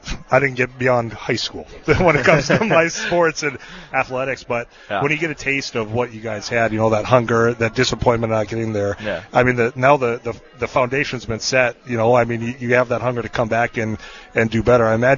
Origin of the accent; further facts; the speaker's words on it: Devils Lake, North Dakota, United States; I grew up around the Devils Lake area